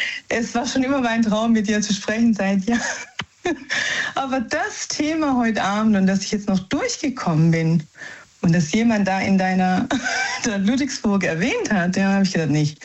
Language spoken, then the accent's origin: German; Naples, Campania, Italy; Also wir sind Frankreich-Fan, aber wir sind eigentlich Italiener, also aus Neapel. Wir stammen aus Neapel.